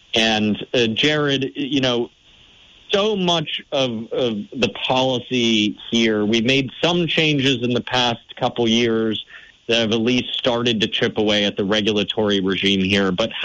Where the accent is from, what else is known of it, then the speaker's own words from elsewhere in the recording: New Hampshire, United States; now in Vermont, United States; I see our neighbors in New Hampshire, my home state, that is ranked number 6.